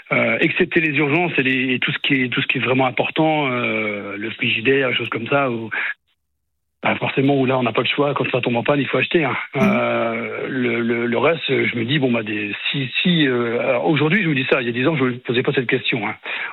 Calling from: Saint-Malo, Brittany, France

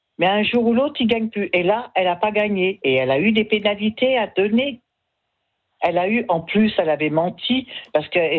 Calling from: Saint-Brieuc, Brittany, France; je vais vous dire où je suis à Saint-Brieuc

